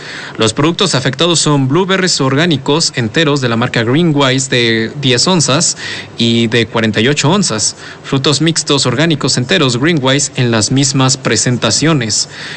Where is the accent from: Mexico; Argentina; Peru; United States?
Mexico